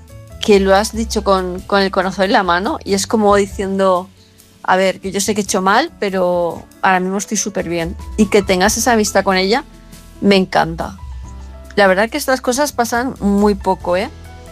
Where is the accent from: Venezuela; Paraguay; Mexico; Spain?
Spain; Palma de Mallorca, Balearic Islands; de Palma de Mallorca, y este mensaje es para Jorge.